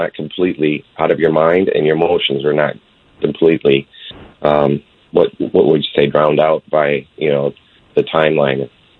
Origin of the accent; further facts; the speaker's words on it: Midwest, United States; You know, I'm from the Midwest.